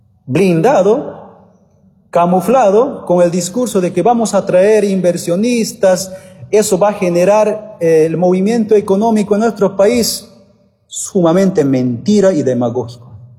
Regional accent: Bolivia; el dueños natos somos los bolivianos.

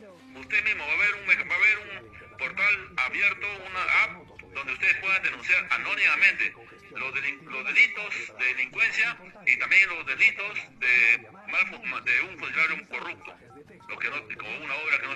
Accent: Lima, Peru; Ya estamos enfocados, así como muchos peruanos, muchos limeños, muchas personas, igualmente mi persona, yo participo en política

